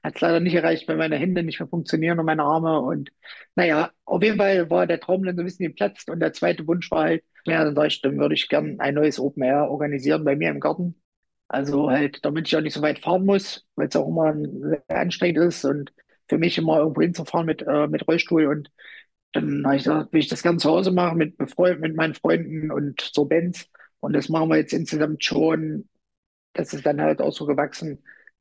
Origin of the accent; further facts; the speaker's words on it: Rübeland, Saxony-Anhalt, Germany; so bin ich halt auch aufgewachsen hier oben bei uns im Harz, in Rübeland, das war immer so das kleine Zeckendorf, das Galliendorf.